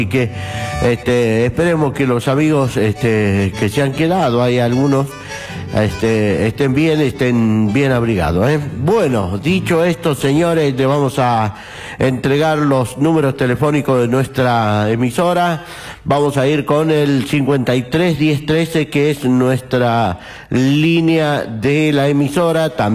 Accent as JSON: {"language": "Spanish", "town": "Chilecito", "region": "La Rioja", "country": "Argentina", "said": "nuestro Chilecito, de mi pueblo querido"}